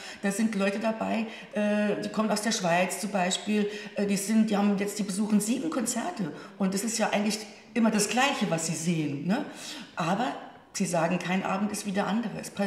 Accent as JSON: {"language": "German", "region": "Saarland", "country": "Germany", "tie": "born or raised there", "said": "Es ist meine Heimat. Ich bin im Saarland. Und ich schlafe heute in meinem Bett."}